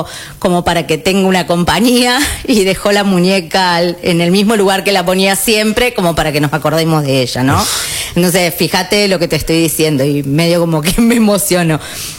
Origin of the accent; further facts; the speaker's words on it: Argentina; los argentinos tenemos esto de siempre tenemos un platito más de comida